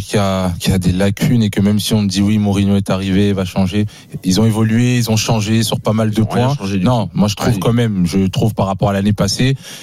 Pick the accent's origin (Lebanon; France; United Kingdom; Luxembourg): France; On est français.